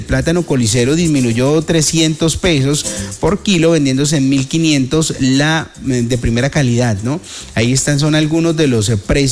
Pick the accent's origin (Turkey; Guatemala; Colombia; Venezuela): Colombia; Meta; No soy del Huila, soy del Llano, soy del Meta